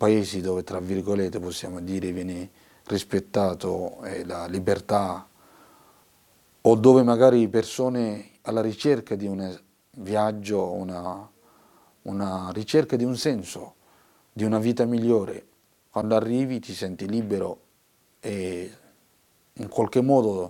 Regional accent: Mogadishu, Somalia; Italian is a second language; moved away as an adult; now in Italy; La mia apprendistata non è durata molto in Somalia, a Mogadiscio, per motivi, diciamo, di guerra e mancanza di rispetto dei giornalisti. Ho dovuto lasciare il mio paese. Quando sono arrivato qui in Italia

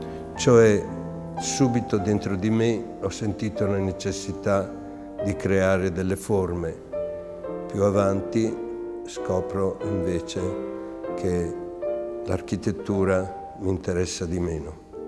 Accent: Marche, Italy; Sono nato nel Montefeltro nel 1926. Luoghi meravigliosi. Lì ho vissuto la mia infanzia

